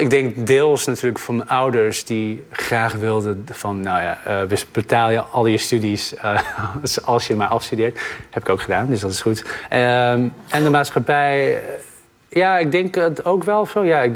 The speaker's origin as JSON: {"language": "Dutch", "region": "North Brabant", "country": "Netherlands", "tie": "born or raised there", "also_born_or_lived": "Middelburg", "said": "Ja, ik ben geboren in Middelburg, weet je wel, opgegroeid in Brabant."}